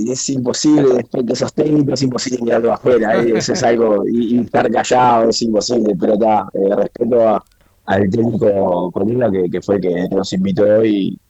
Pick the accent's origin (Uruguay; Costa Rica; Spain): Uruguay; fuimos 8 de acá de Uruguay.